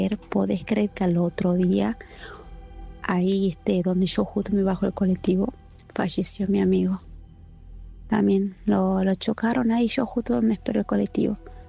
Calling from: Famaillá, Tucumán, Argentina; yo soy de Famaillá.

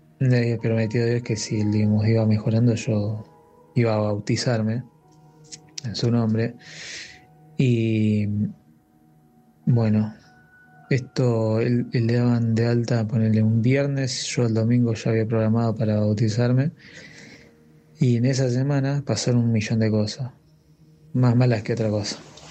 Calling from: Rosario, Santa Fe, Argentina; de Rosario.

